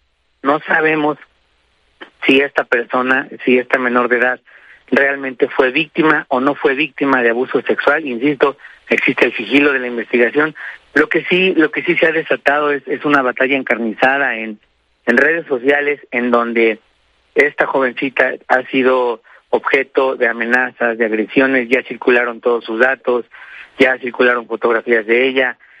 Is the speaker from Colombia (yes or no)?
no; Mexico; nosotros como sociedad mexicana